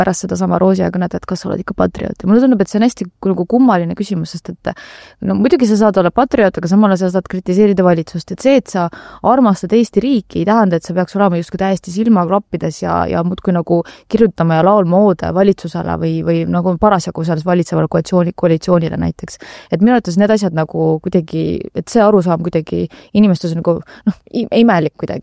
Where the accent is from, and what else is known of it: Tallinn, Harju County, Estonia; born or raised there